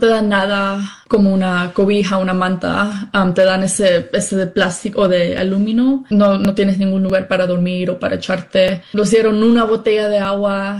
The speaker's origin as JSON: {"language": "Spanish", "country": "United States", "tie": "born or raised there", "said": "Me considero americana porque toda mi vida he estado acá, la cultura, el lenguaje, mi educación. Llegué con una visa de turista."}